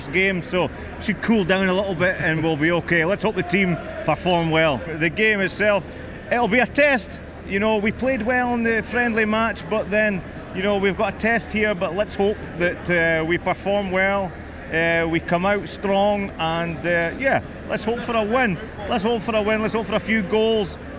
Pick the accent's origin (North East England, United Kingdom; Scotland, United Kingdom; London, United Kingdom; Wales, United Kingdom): Scotland, United Kingdom; Aberdeen; now in Saudi Arabia; See, well, I actually live in Saudi Arabia, so right, I'm so from Aberdeen, but live in Saudi Arabia, so this is actually okay.